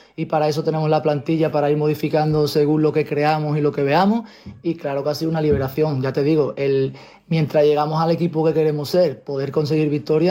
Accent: Morón de la Frontera, Andalusia, Spain; yo soy de Morón y esto me coge muy cerca.

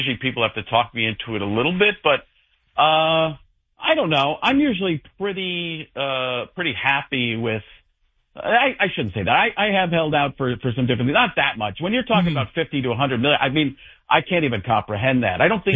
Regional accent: Wisconsin, United States; I grew up in Wisconsin.

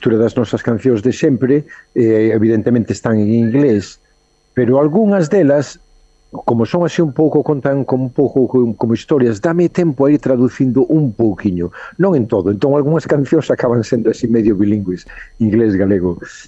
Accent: Santiago de Compostela, Galicia, Spain; eu un dos membros son eu, que son galego de aquí de Santiago.

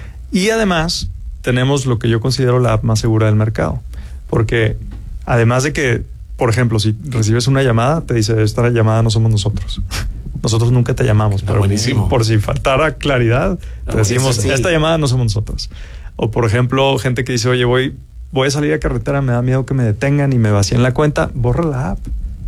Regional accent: Mexico; como mexicano, me da mucho orgullo

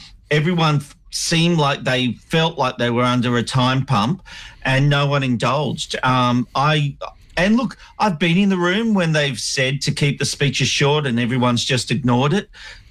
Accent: Australia; Maybe I'm un-Australian, but you know what? Maybe it's because I grew up in Housing Commission

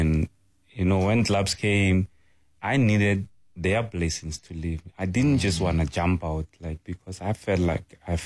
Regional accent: Limpopo, South Africa; moved away; I would always like trace it back to where I'm from. You know, I'm from Rampahlele

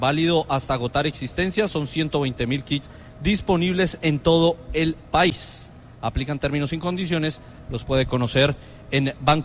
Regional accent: Colombia; O sea, sí, Colombia somos, los colombianos

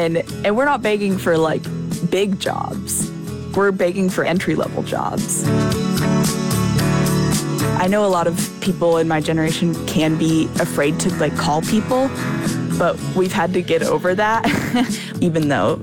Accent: Nashville, Tennessee, United States; right now I'm in Nashville, Tennessee, which is my hometown.

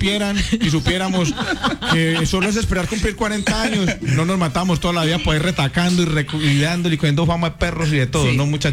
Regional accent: Colombia; En cada familia en Colombia, hablemos de Colombia, ¿cierto? Que nosotros somos colombianos.

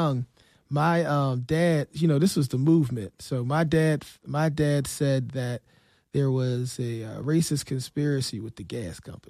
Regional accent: Philadelphia, Pennsylvania, United States; I live at 16th and Lehigh. I grew up at 18th and Diamond.

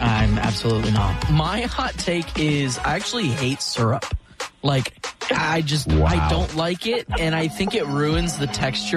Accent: Indianapolis, Indiana, United States; now in Washington, D.C., United States; I'm moving out to my hometown, Indianapolis. My wife and I are trying to start a family, and we don't have any family here in Washington, D.C.

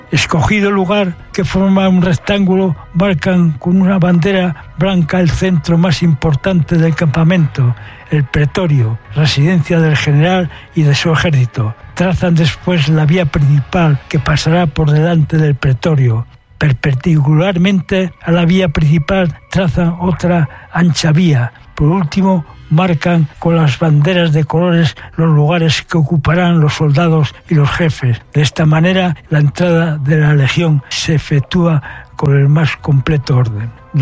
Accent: León, Castile and León, Spain; born there; Primero en las Carmelitas estudiando de niño, luego en los Agustinos.

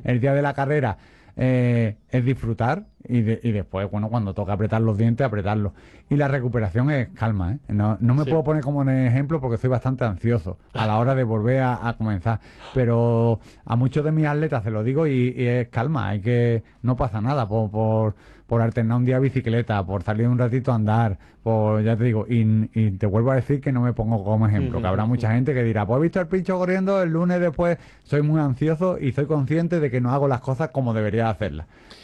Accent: Ronda, Andalusia, Spain; los que somos de ronda

